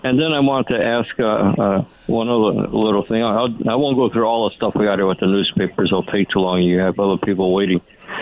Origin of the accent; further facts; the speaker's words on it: Brooklyn, New York, United States; I grew up in Brooklyn as a kid.